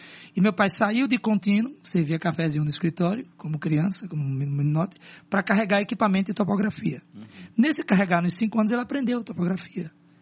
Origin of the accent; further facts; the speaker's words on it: Paulo Afonso, Bahia, Brazil; Eu sou de Paulo Afonso, na Bahia.